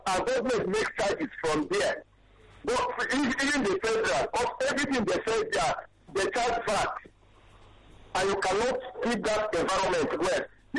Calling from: Nigeria

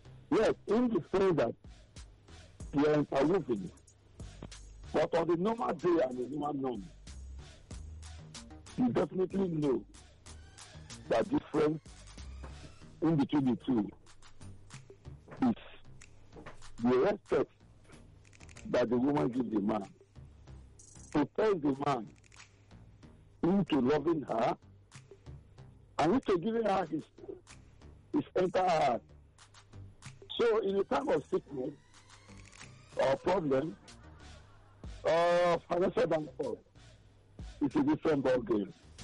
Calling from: Lagos, Nigeria; calling back from Lagos Island.

